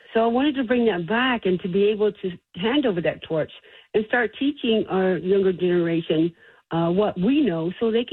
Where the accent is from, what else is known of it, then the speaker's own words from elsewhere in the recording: Alabama, United States; moved away; I was raised in Alabama.